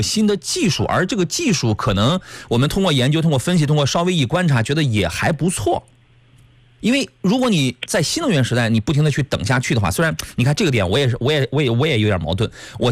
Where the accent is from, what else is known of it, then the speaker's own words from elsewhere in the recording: Qingdao, Shandong, China; moved away; 我开车回青岛，我回我老家，